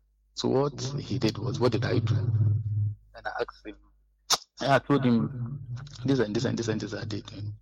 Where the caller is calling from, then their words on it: Tema, Greater Accra, Ghana; I'm calling from Tema.